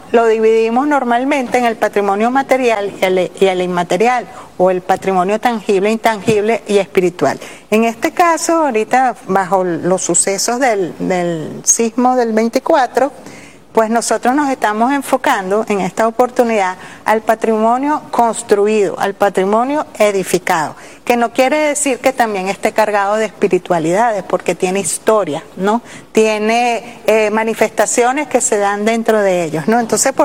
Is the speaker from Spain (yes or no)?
no; Venezuela; somos venezolanos porque nos manifestamos en ciertos aspectos de la identidad.